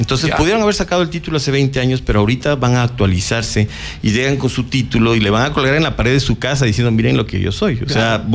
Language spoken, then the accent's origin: Spanish; Ecuador; nosotros como ecuatorianos somos una migración bien querida afuera.